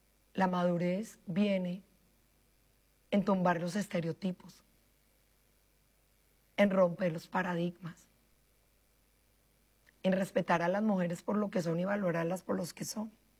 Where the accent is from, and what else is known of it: Colombia